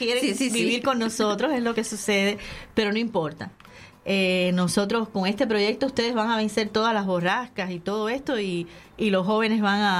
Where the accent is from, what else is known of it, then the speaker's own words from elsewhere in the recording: Cuba; moved away; yo soy cubana y me muero siendo cubana.